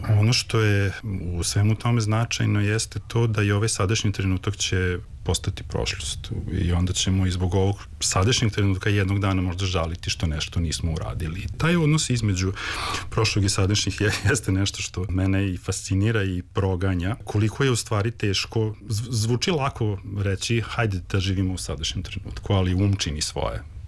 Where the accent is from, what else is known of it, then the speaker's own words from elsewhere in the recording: Novi Sad, Vojvodina, Serbia; ja sam odrastao u Novom Sadu, ali sam jako puno vremena provodio u Tršiću, jer su mi i majka i otac iz Tršića.